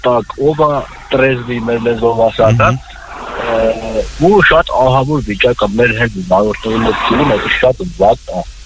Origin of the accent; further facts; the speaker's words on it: Gyumri, Shirak, Armenia; now in Yerevan, Armenia; ես երկու տարի էլ Հայաստանում տաքսի եմ քշում, հենց Երևանում, ես ինքս Գյումրից եմ